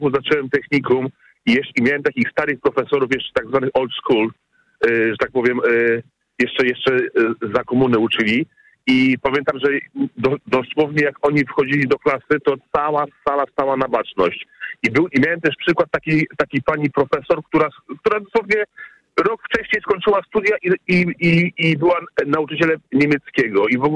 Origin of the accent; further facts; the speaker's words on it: Warsaw, Masovian Voivodeship, Poland; mam 46 lat, wychowałem się w Warszawie